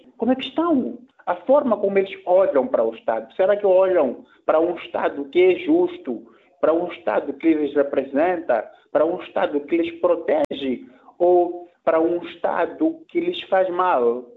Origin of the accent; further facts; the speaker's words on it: Mozambique; enquanto não nos reconciliarmos como moçambicanos, dificilmente teremos paz.